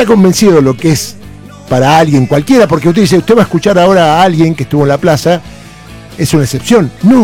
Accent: Argentina

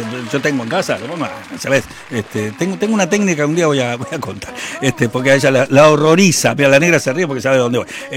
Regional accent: Lomas de Zamora, Buenos Aires Province, Argentina; Soy de Lomas, pero yo primero, lo dije alguna vez, yo primero soy de Lomas y después de todo lo demás.

